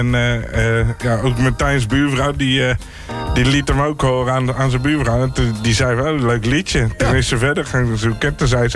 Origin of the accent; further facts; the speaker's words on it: Utrecht, Netherlands; Ik ben een Utrechter, maar.